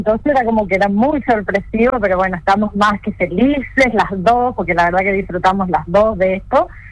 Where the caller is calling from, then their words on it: San Bernardo, Chaco, Argentina; Yo soy de San Bernardo, bien en el sudoeste, la provincia, bien en el sudoeste. Estoy como para que la gente que por ahí no conoce se ubique a 35 kilómetros de la ciudad de Villa Ángela.